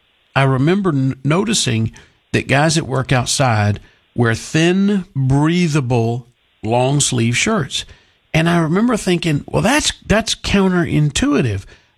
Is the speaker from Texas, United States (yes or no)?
yes; Texas, United States; Man, I'm Texan. I need air conditioning no matter what it is. I'm used to it.